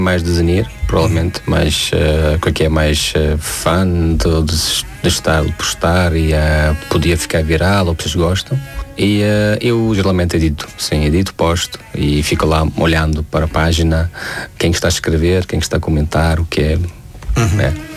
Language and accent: Portuguese; Tajikistan; já várias vezes expliquei que sou do Tajiquistão